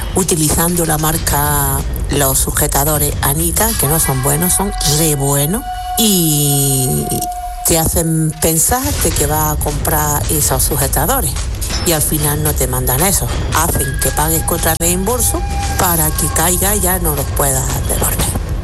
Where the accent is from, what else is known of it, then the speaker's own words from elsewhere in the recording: Granada, Andalusia, Spain; now in Padua, Italy; Vale, soy de Granada y vivo en Padua, súper fan vuestra